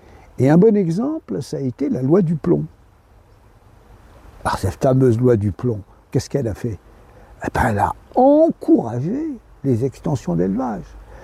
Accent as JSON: {"language": "French", "region": "Brittany", "country": "France", "said": "je suis né là, juste en face, enfin je suis né, ma famille, berceau de ma famille est juste en face à Le Quirec, il n'y a pas plus breton que moi."}